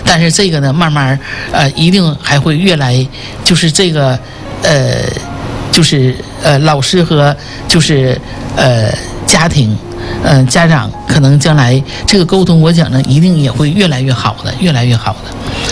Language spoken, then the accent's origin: Chinese; China; 因为我们中国人就是尊师重教